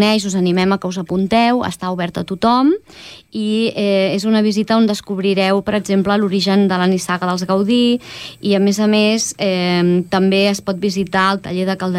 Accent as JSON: {"language": "Catalan", "town": "Castellvell del Camp", "region": "Catalonia", "country": "Spain", "said": "perquè jo sóc de Castellvell, un poble al costat de Reus"}